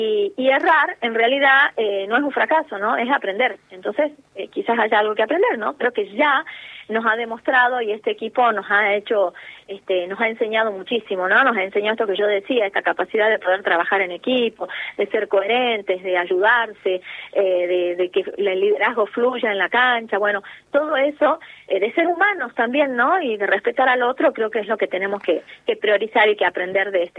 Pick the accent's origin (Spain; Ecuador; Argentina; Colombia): Argentina; Pero sí, por supuesto, soy argentina y he visto los partidos con mi familia, con mis amigas, sí.